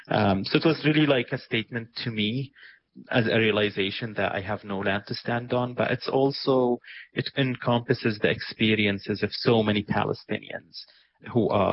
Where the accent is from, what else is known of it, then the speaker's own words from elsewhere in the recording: Syria; moved away as an adult; also born or lived in Lebanon; I was born and raised in Syria. For 18 years, I lived there, but I was never really Syrian.